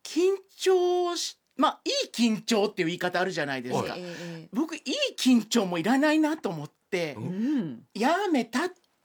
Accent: Sukumo, Kochi, Japan; あの高知県の宿毛ってすごく小さな田舎町で、あの素敵なところなんですけど、なんせそのオペラとかクラシックとか普通の歌謡曲の歌手だってなかなか来ていただけないぐらい田舎で、あのそこで生まれ育ったもので

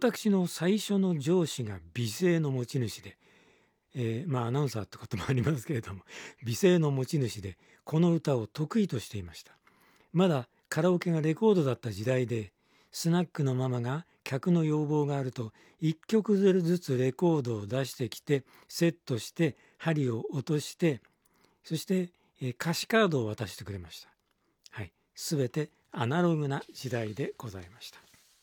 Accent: Tochigi, Japan; 私と同じ栃木県出身であります。

